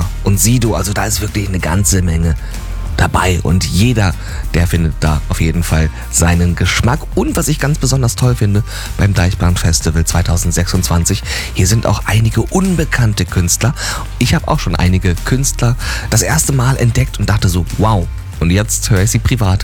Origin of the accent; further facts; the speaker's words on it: Dortmund, North Rhine-Westphalia, Germany; Das ist ganz in der Nähe meiner Heimatstadt Dortmund